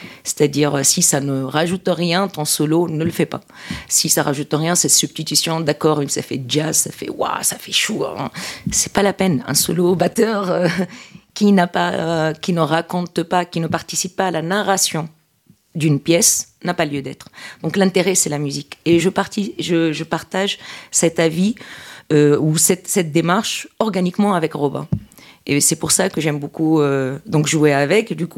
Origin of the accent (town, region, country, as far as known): Tunisia; born or raised there